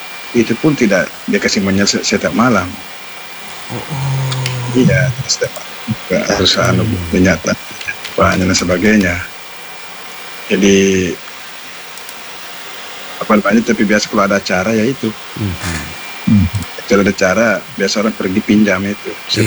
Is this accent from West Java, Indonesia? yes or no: no; Bone, South Sulawesi, Indonesia; moved away; Saya tuh di desa kampung saya termasuk listrik tahun 80-an.